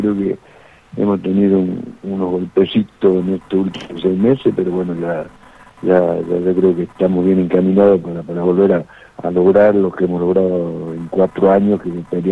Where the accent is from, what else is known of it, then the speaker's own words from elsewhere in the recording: Córdoba, Argentina; No, por favor, para mí es un gusto, más que soy de Córdoba, así que te mando un abrazo enorme